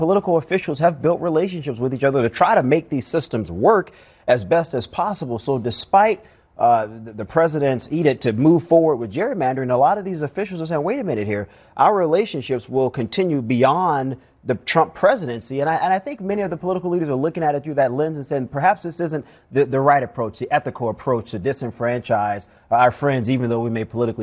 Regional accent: the South, United States; You go to Alabama, the South, I'm a Southerner.

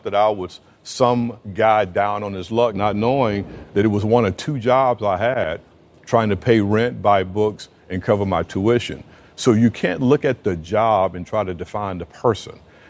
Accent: Weston, Tennessee, United States; I grew up in a small town in Weston, Tennessee. And when I say small, I mean about 10,000 people. And we lived 12 miles in the country outside of the city limits.

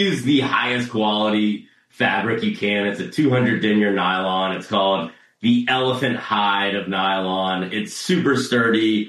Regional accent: Charleston, South Carolina, United States; And we're from Charleston.

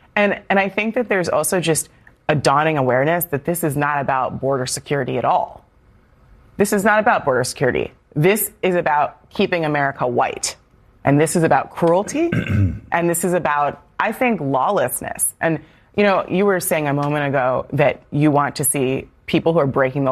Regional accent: United States; I am personally offended as a American because this is being done in our name.

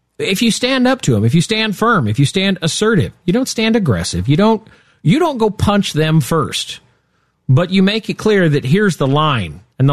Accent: Nebraska, United States; moved away; But here's the thing is that when I grew up in Nebraska

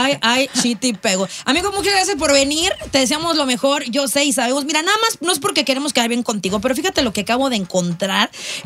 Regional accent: Mexico; Y yo también muy mexicana

